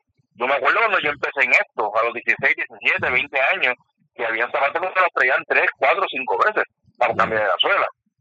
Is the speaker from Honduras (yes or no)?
no; Bayamón, Puerto Rico; Yo soy de Bayamón, nacido en Bayamón.